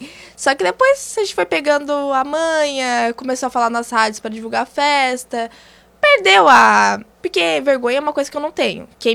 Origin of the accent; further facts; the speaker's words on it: Brazil; Eu venho da comunidade de São Felipe.